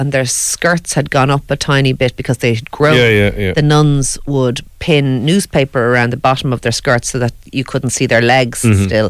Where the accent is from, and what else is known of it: Ireland